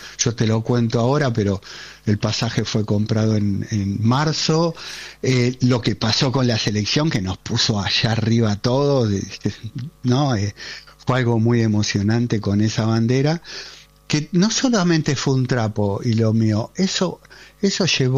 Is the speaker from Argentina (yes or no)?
yes; Argentina; Somos argentinos.